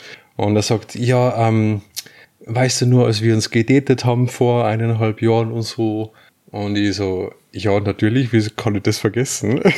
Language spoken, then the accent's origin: German; Austria; habe jetzt Jura angefangen oder wie man bei uns in Österreich sagt, Jus.